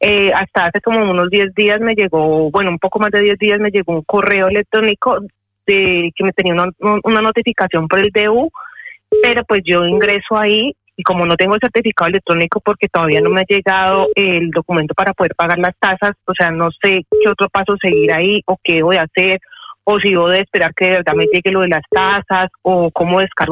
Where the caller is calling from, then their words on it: Madrid, Community of Madrid, Spain; de Madrid.